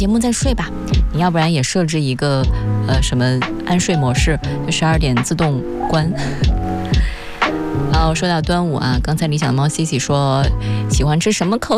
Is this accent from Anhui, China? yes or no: no; Nantong, Jiangsu, China; moved away; 像我的老家南通